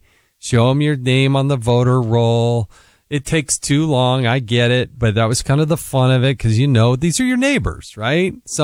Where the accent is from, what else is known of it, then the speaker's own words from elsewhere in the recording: Utah, United States; the Rod and Greg show there on KNRS, kind of my hometown station there in Utah.